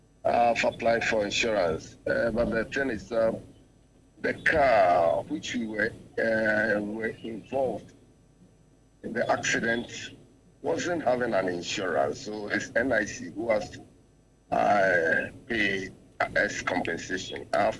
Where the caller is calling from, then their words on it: Kumasi, Ashanti, Ghana; calling from Kumasi.